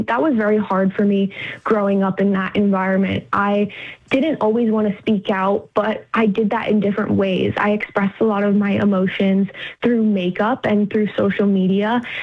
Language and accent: English; New York, United States; I'm actually originally from New York, and I didn't grow up doing pageants.